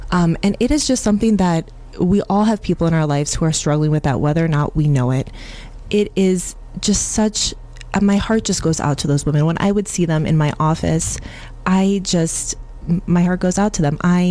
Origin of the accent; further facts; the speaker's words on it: Michigan, United States; I'm from Michigan, so that's kind of nearby.